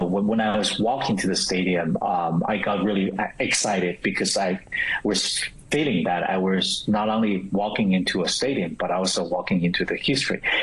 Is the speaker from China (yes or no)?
yes; China; English is a second language; And growing up in China, I always listen to my dad talking about football.